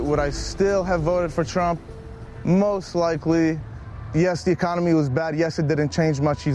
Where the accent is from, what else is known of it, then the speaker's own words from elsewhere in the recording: Canton, Michigan, United States; I'm from Canton, Michigan, and I do construction for a living.